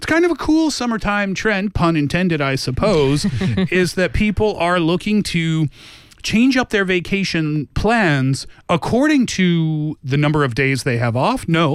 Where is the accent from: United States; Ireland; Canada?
Canada; And see, I made that previous comment as a Canadian.